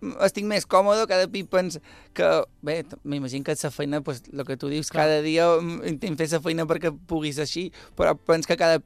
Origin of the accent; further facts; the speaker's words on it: Andratx, Balearic Islands, Spain; Soc d'Andràs i el nostre mallorquí tampoc és el millor del món.